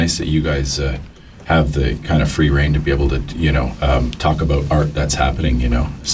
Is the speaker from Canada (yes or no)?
yes; Canada; So it's really cool as a Canadian coming over here.